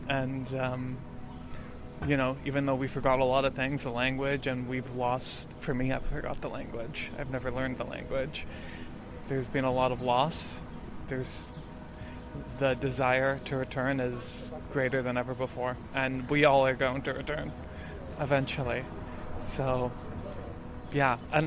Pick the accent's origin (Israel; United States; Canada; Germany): Canada; born there; I'm one of the Palestinians, not who's just supposed to forget by time, but also by displacement. By being moved to Canada, I was born in Canada